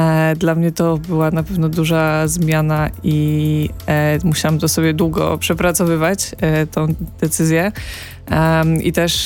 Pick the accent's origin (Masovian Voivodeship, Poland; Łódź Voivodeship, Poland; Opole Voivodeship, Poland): Masovian Voivodeship, Poland; Warsaw; moved away; ja jestem urodzona w Warszawie i wychowana, także nie miałam takiego wyobrażenia, jak to może wyglądać inaczej. I całe życie spędziłam tutaj.